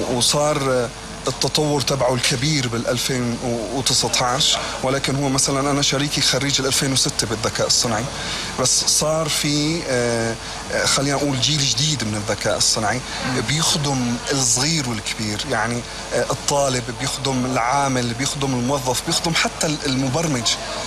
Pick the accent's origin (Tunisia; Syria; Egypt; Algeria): Syria; أنا رابح بعودتي لوطني بهالخير اللي تعلمته برا أنه أنا أرجع أحطه هون في بلدي